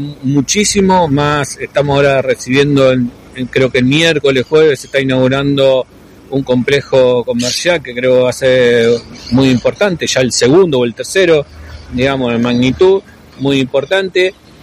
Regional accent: Santo Tomé, Santa Fe, Argentina; Pertenece a Santo Tomé, no a Santa Fe. Somos de Santo Tomé

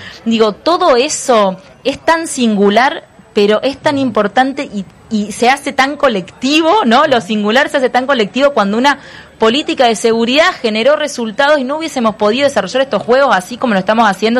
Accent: Santa Fe, Argentina

